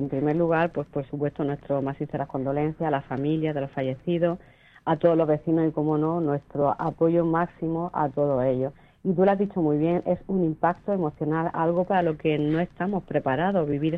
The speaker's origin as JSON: {"language": "Spanish", "town": "Vélez-Rubio", "region": "Andalusia", "country": "Spain", "said": "Además, yo soy de Vélez Rubio, relativamente cerca."}